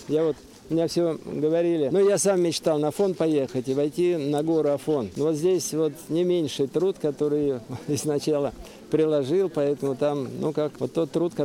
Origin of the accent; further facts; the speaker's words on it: Tver Oblast, Russia; Тверской губернии. Никогда не думал, что сюда попаду.